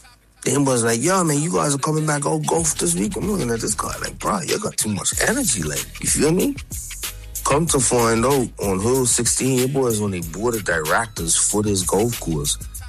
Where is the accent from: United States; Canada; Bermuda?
Bermuda; moved away